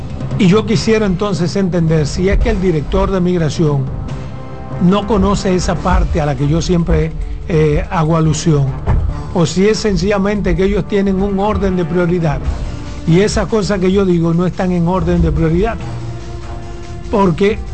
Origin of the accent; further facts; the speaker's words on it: Pedernales, Dominican Republic; Yo, que soy de Pedernales, que soy de la frontera